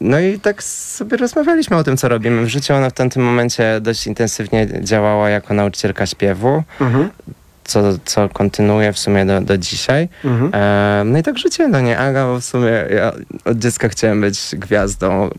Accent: Kielce, Świętokrzyskie Voivodeship, Poland; Ja pochodzę z Kielc, tak. Nie jestem takim małym miastem, ale też chciałem zrobić ten krok.

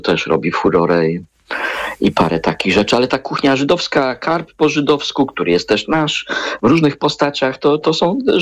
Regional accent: Toruń, Kuyavian-Pomeranian Voivodeship, Poland; ja jestem z Torunia i są pewne firmy zakorzenione, które produkują na przykład pierniki, tak?

